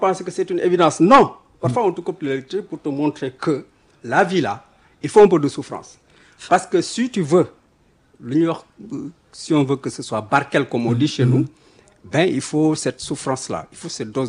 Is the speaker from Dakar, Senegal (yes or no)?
no; Thiès, Senegal; Le primaire, c'était à Thiès.